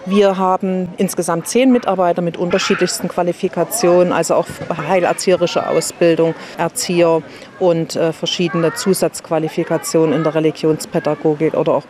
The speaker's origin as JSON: {"language": "German", "town": "Bad Lausick", "region": "Saxony", "country": "Germany", "said": "Ich bin aus Bad Lausick"}